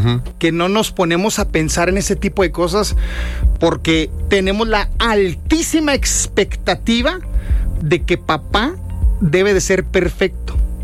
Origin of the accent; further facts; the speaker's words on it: Mexico; Específicamente con nuestra cultura, como somos los mexicanos, nuestras tradiciones, nuestras historias